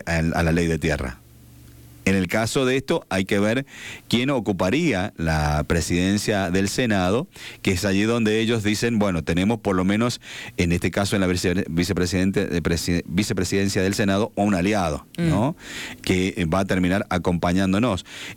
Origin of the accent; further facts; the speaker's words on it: Argentina; Un presidente tiene que estar acorde a lo que somos los argentinos.